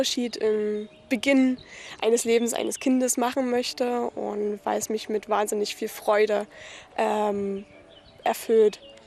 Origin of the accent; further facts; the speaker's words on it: Grandorf, Saxony, Germany; now in Leipzig, Germany; So ziemlich alles. Also Grandorf ist halt meine Heimat. Hier gehöre ich hin und hier komme ich auch immer wieder gerne her. Auch wenn Leipzig wunderschön ist.